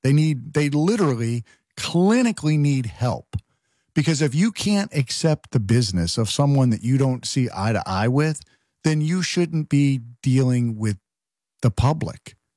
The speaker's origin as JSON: {"language": "English", "region": "Connecticut", "country": "United States", "tie": "born or raised there", "said": "where I was born and raised in Connecticut, the commie corridor."}